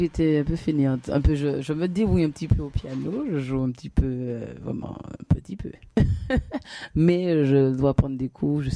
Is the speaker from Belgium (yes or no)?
no; Sainte-Marie, Martinique; also born or lived in La Trinité, Martinique; plus d'une quarantaine d'années hein, que je vis sur cette île. Mm-hmm. Et je suis originaire de la commune de Sainte-Marie, plus précisément. Ouais. Et ensuite, j'ai migré sur Trinité. Et ensuite, il y a eu plein de déménagements, il y a eu plein de parcours sur la Martinique.